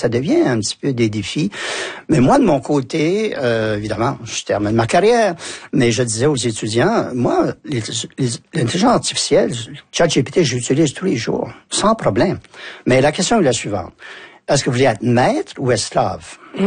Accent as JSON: {"language": "French", "region": "Acadia", "country": "Canada", "also_born_or_lived": "Paris"}